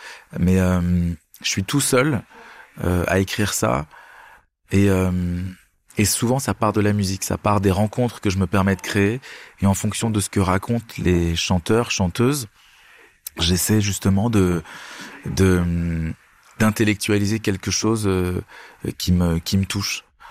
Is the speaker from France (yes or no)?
no; German-speaking Switzerland, Switzerland; moved away; quand je rentre chez moi en Suisse allemande